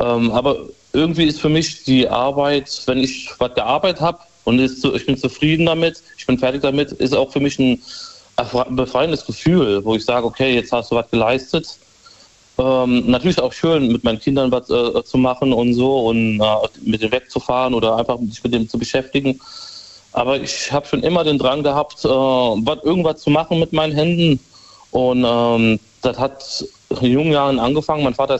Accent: Cochem, Rhineland-Palatinate, Germany; Ich bin von Cochem.

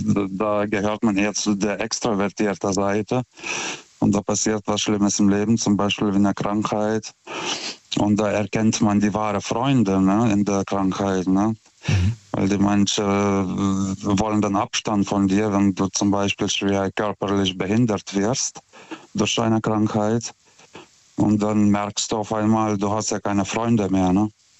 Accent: Lithuania; now in Germany

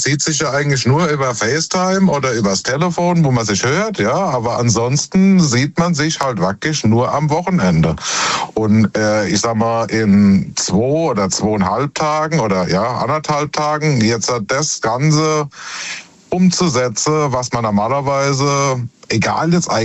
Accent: Worms, Rhineland-Palatinate, Germany; Ich bin aus Worms.

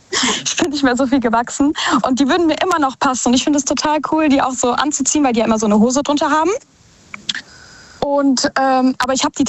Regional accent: Mannheim, Baden-Württemberg, Germany; Aus Mannheim.

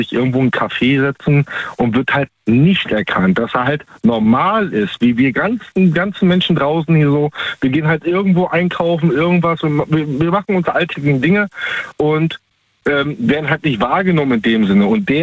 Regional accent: Baltic coast, Germany; Ich bin ursprünglich aus der Ostsee, da oben die Ecke. Ne? Mhm. Arbeite aktuell in Baden-Württemberg.

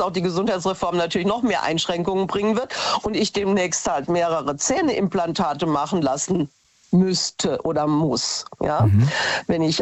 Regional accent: Hesse, Germany

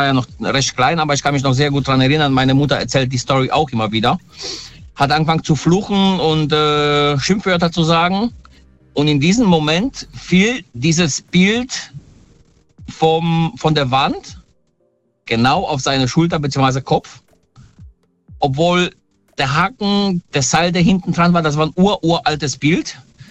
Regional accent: Poland; Ich komme ursprünglich aus Polen. Also ich bin gebürtig in Polen.

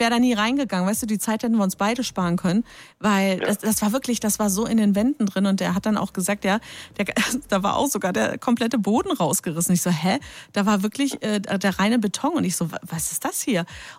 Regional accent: Speyer, Rhineland-Palatinate, Germany; Ich komme ja aus Speyer

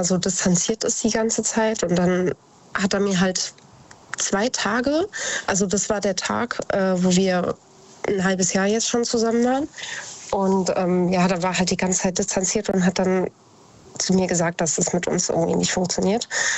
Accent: Idstein, Hesse, Germany; born or raised there

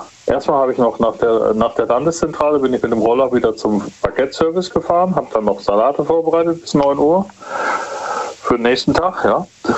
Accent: Stuttgart, Baden-Württemberg, Germany; ich komme aus Stuttgart und da gibt es viele Staffeln, da musst du die Staffeln hochrennen.

